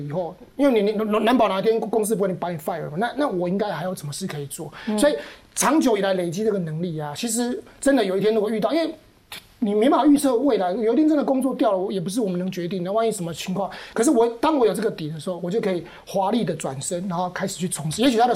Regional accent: Hsinchu, Taiwan; 我的家乡的新竹，

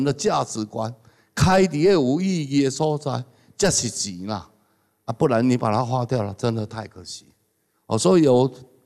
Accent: Taiwan

